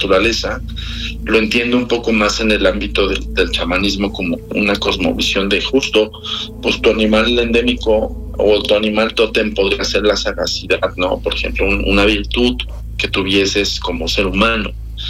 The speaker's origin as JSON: {"language": "Spanish", "country": "Mexico", "said": "Yo para mí, yo jamás, es más, ni siendo mexicano, soy así como, claro, idiático."}